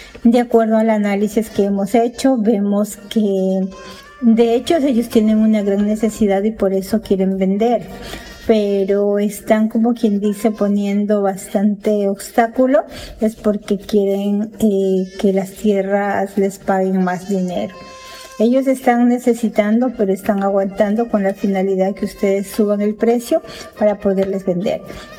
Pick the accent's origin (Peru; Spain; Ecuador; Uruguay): Ecuador